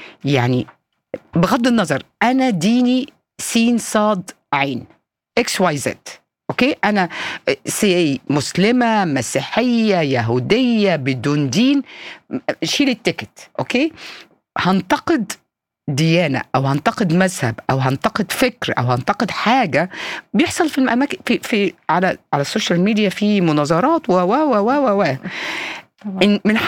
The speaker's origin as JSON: {"language": "Arabic", "country": "Egypt", "moved": "yes", "lives_now": "Switzerland"}